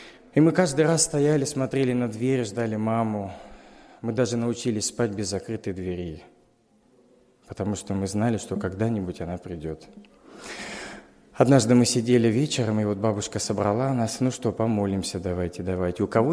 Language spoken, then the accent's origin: Russian; Chelyabinsk, Chelyabinsk Oblast, Russia; born there; Родился я, друзья, в неверующей семье. Родился я в Челябинске на зоне.